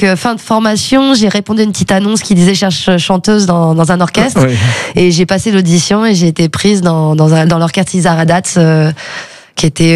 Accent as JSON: {"language": "French", "town": "Chambray-lès-Tours", "region": "Centre-Val de Loire", "country": "France", "tie": "born there", "also_born_or_lived": "Aquitaine", "said": "Je suis née à Chambrais-les-Tours et on avait une maison à Maitrey. Et que mon père avait construite avec ses mains. Et j'ai habité là jusqu'à mes 9 ans. Et ensuite, j'ai déménagé en région Aquitaine."}